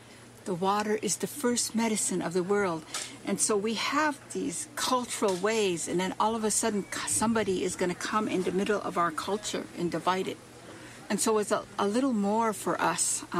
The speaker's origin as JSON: {"language": "English", "region": "North Dakota", "country": "United States", "said": "I am Hunkpapa, Sihasapa, and Oguala Lakota. And I am from the Cannonball River."}